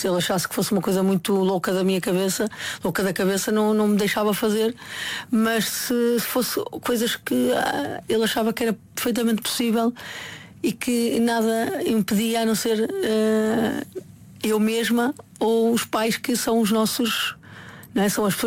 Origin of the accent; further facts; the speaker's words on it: Maia, Norte, Portugal; born there; a minha mãe já nasceu em Barcelos e eu nasci na Maia